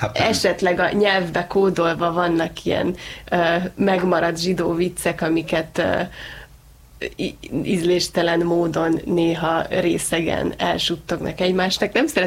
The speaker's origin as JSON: {"language": "Hungarian", "country": "Hungary", "said": "amikor én így próbáltam beépülni az én fiatal zsidó közösségekbe Amerikában, és megtudták, hogy Magyarországról jövök"}